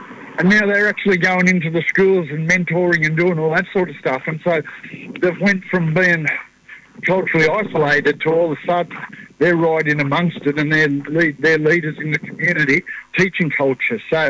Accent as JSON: {"language": "English", "town": "Brewarrina", "region": "New South Wales", "country": "Australia", "said": "proud Nampar man. My mob's from Brewarrina. I was part of the stolen generation."}